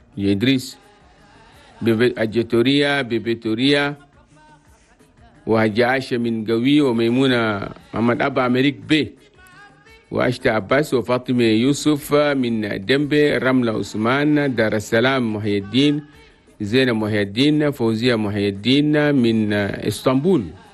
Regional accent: Chad; العالم وخاصة 23 ولاية بلدنا تشاد

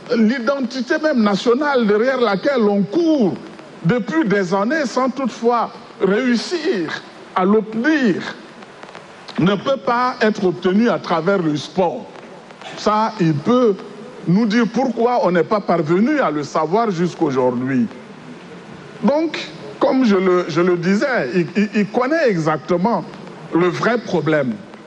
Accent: Chad; chez nous au Tchad.

